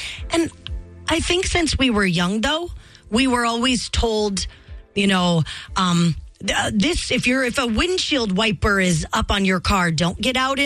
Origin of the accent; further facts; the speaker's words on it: Montana, United States; also born or lived in Minneapolis; But, oh, my dad was always so worried because, you know, we're from Montana and it's safe.